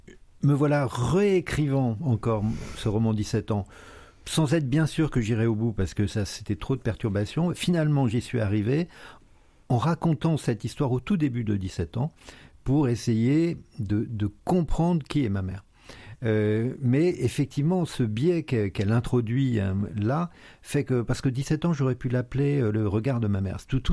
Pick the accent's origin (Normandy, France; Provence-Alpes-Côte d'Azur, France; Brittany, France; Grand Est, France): Provence-Alpes-Côte d'Azur, France; Nice; born there; je suis né à Nice d'ailleurs, ce qui est absurde, ma grand-mère, de peur que les voisins voient ma mère au ventre arrondi, elle l'avait exilée, il n'y a pas d'autre mot, sur les hauteurs de Nice, chez des bergers